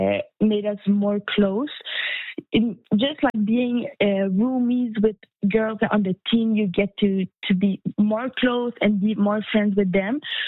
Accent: Sherbrooke, Quebec, Canada; I went back to my hometown for university because they have a very good civil engineering program here. And I came back to live with my family.

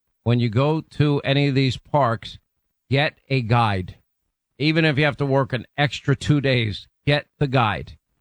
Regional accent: Long Island, New York, United States; And the beauty is, like, where I grew up in Long Island, you know, we'd go to places, a place called Jones Beach or Point Lookout Beach

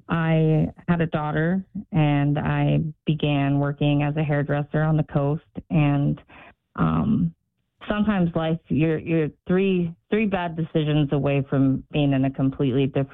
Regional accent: Newport, Oregon, United States; My world growing up, I grew up on the Oregon coast, Newport, right on the water.

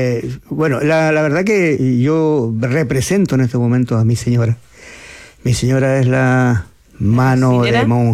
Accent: San Miguel, Santiago Metropolitan, Chile; De San Miguel, sí. Nosotros somos de San Miguel, digamos. Y de Calera de Tango.

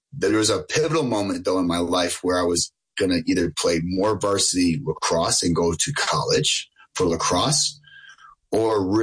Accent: Buffalo, New York, United States; born or raised there

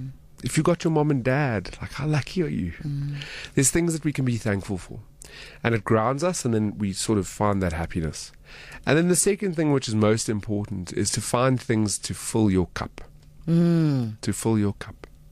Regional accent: Alberton, Gauteng, South Africa; I grew up in Alberton, a great upbringing. Alberton is a beautiful, beautiful place in Johannesburg to raise a family. I would know, because my parents did it. But after sort of school and whatever, I moved out

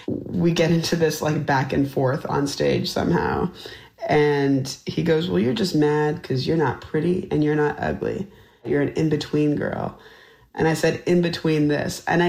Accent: Canada; Hello, my friends! I am Canadian!

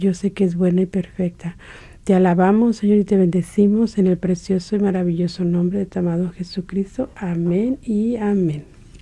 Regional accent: Mexico; Es septiembre, el mes patrio para nosotros los que somos mexicanos

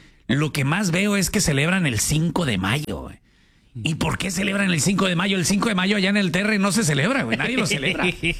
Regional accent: Mexico; Todos somos mexicanos y mexicanas.

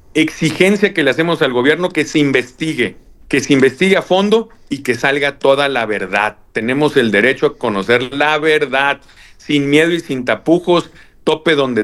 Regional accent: Sinaloa, Mexico; yo soy sinaloense, tengo hijos sinaloenses, soy hijo de padre y madre sinaloense.

